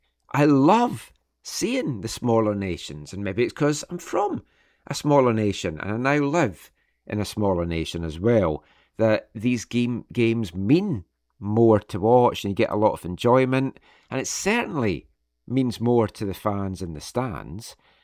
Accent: Scotland, United Kingdom; now in Canada

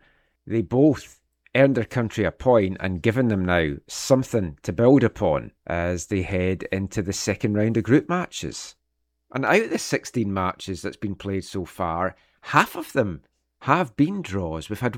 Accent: Scotland, United Kingdom; now in Canada

